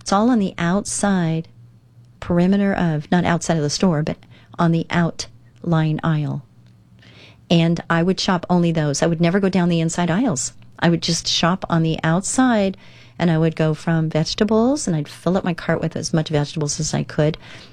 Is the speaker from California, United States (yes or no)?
yes; California, United States; born or raised there